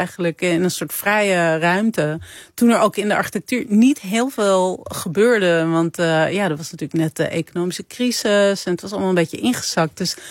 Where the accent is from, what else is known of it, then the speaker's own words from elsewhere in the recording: Amsterdam, North Holland, Netherlands; Ja, ik kom ook uit Amsterdam.